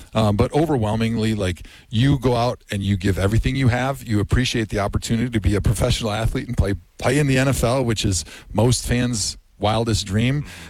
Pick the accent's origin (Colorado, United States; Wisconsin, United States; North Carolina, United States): Wisconsin, United States; moved away; I grew up in Wisconsin. I grew up a massive Packer fan.